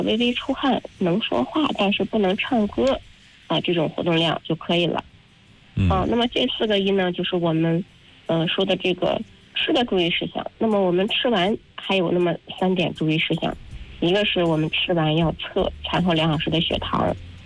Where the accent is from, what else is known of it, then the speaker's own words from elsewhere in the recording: China; 其实中秋节呀，是我们中国人民的一个大节